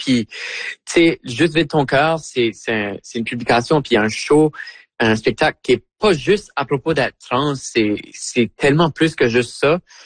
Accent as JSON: {"language": "French", "region": "Acadia", "country": "Canada", "moved": "yes", "said": "en tant qu'acadienne qui déménage de son chez-soi."}